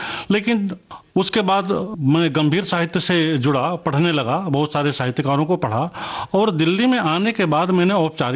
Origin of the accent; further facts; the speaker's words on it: Azamgarh, Uttar Pradesh, India; जी मेरा जन्म 1964 में उत्तर प्रदेश के आजमगढ़ जिले के एक पिछड़े क्षेत्र में हुआ था। मेरी माताजी अध्यापिका थीं और उन्होंने शिक्षा पर शुरू से ही बड़ा जोर दिया। मेरी प्राथमिक शिक्षा गांव में हुई